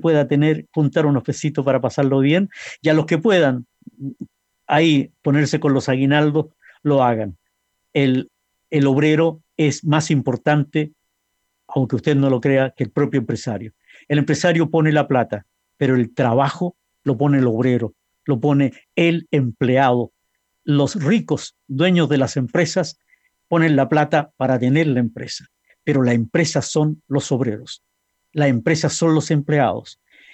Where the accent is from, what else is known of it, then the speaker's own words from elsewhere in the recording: Antofagasta, Chile; also born or lived in Valparaíso / Argentina; Yo me recuerdo cuando era niño en Valparaíso, siempre llovía, ya cuando niño me quería en Valparaíso, aún cuando soy de Antofagasta, pero bueno. Y después en Argentina, peor.